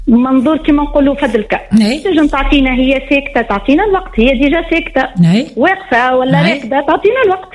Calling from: Sfax, Sfax Governorate, Tunisia

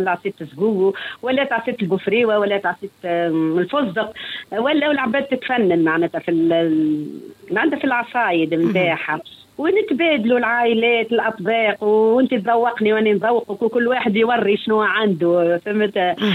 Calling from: Kairouan, Kairouan Governorate, Tunisia; مرحبا بكم في مدينة القيروان

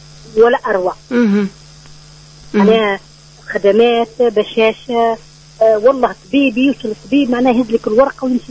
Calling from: Tunisia; من بن خفيف

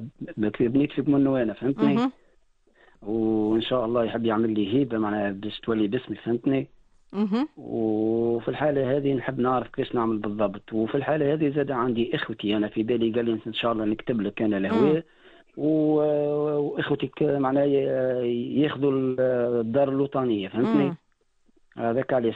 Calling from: Siliana, Tunisia; من سليانه

